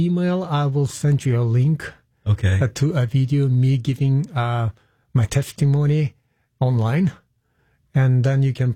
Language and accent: English; Moscow, Russia; I'm a Muscovite born and bred